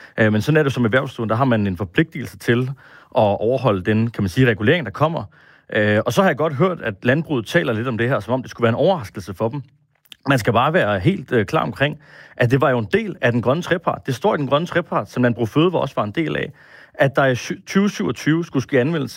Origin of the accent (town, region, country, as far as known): Aabenraa, Region of Southern Denmark, Denmark; born or raised there